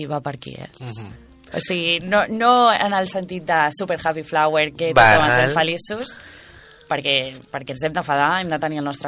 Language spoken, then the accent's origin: Catalan; Sant Quirze del Vallès, Catalonia, Spain; Jo soc de les Fonts de Sant Quirze i realment no, allà a les Fonts és un barri molt petit.